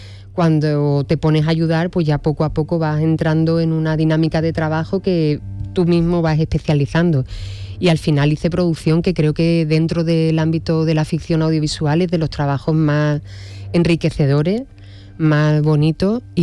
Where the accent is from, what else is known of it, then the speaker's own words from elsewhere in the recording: Huelva, Andalusia, Spain; era el premio era en Huelva, y yo soy onubense también, así es que era cerrar un círculo interesante, sí.